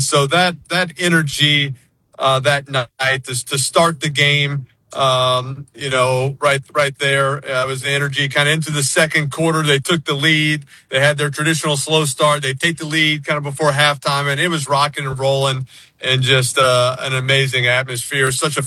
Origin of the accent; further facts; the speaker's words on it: New Orleans, Louisiana, United States; I grew up in New Orleans. I knew what a parade was. I've kind of seen Mardi Gras and I thought that was crazy.